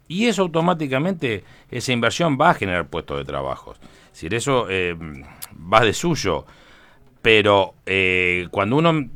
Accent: Río Negro, Argentina; vos sabés que yo soy de allí, del Valle Medio, Río Negro, sí.

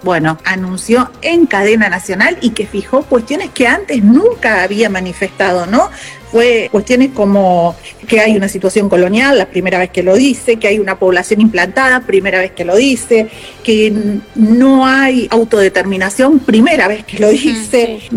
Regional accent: Argentina; Malvinas debe ser una política de Estado, debemos como argentinos mostrar coherencia

